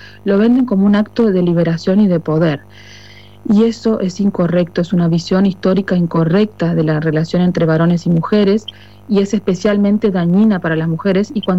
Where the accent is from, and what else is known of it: Argentina